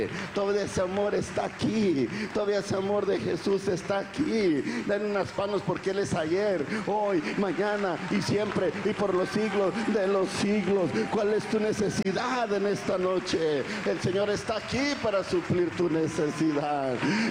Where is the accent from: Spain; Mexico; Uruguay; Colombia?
Mexico; Matamoros, Tamaulipas; quiero decirle que yo soy nativo de la ciudad de Matamoros, Tamaulipas, México.